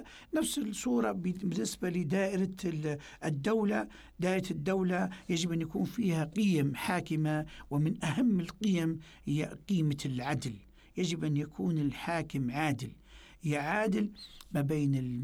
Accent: Libya; نحن كليبيين كدولة ليبية

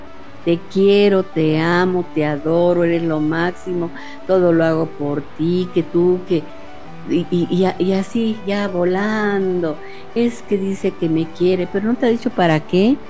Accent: Mexico

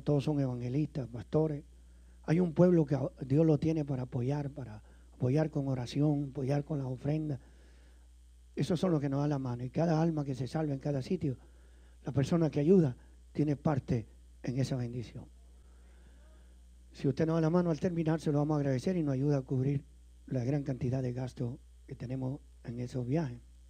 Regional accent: Venezuela; also born or lived in Italy; yo soy italiano, hermano. Está raro, pero es así, como le dije. Italiano, criado por allá por Venezuela. Tenemos como 56 años de edad

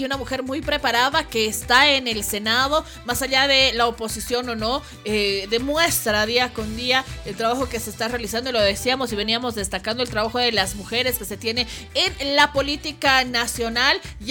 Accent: Bolivia; hemos seguido luchando los bolivianos

